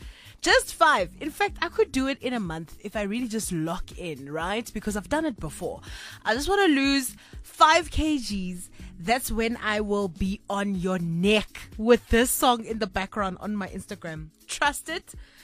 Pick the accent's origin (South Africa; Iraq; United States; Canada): South Africa; I am proud to be South African, and I love all our languages and cultures.